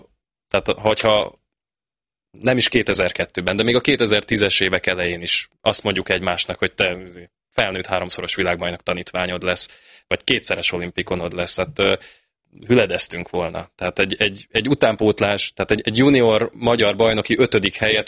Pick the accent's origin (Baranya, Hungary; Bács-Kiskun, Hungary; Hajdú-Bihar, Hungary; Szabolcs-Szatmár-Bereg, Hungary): Hajdú-Bihar, Hungary; Debrecen; amikor bejutottunk a legjobb 8 közül egy országos bajnokságon, debreceniként, meg egyáltalán vidékiként, hát néztek ránk, hogy ezek meg honnan jöttek